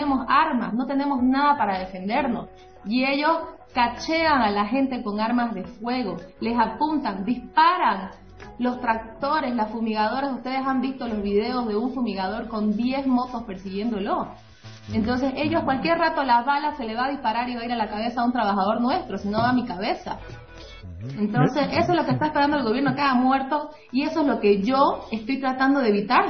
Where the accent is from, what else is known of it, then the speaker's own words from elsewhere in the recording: Santa Cruz, Bolivia; yo como mujer cruceña y mujer trabajadora